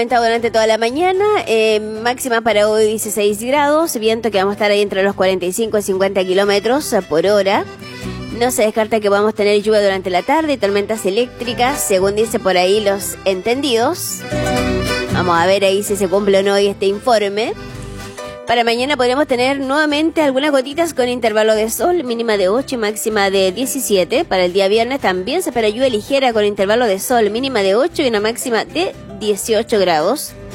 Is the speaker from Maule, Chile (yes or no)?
yes; Potrero Grande, Maule, Chile; yo soy de Potrero Grande, altura de Longaví